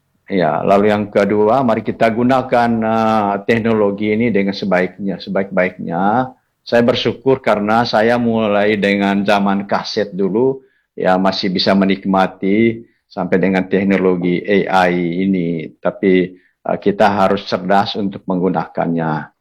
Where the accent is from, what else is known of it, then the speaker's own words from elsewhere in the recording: Manggarai, East Nusa Tenggara, Indonesia; sebagai orang Manggarai atau pelaku seni tradisional